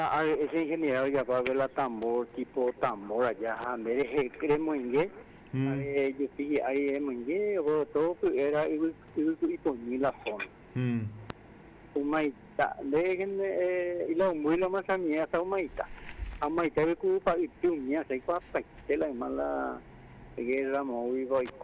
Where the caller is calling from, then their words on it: Misiones, Paraguay; Estoy llamando de Arazapé, Misiones